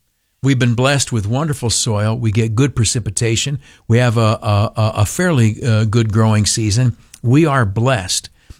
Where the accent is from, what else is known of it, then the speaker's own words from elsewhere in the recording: United States; I'm an American. I'm a veteran of the Army.